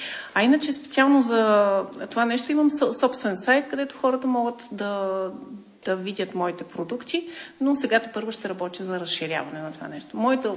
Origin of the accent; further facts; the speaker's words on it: Plachkovtsi, Gabrovo Province, Bulgaria; also born or lived in Sofia; като им казвам, че съм от Плачковци